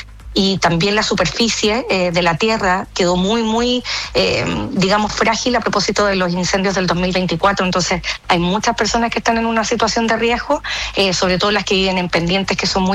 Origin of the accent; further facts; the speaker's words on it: Viña del Mar, Valparaíso, Chile; Somos chilenos, somos viñamarinos, en nuestro ADN están la amenaza y la gestión de riesgo de desastre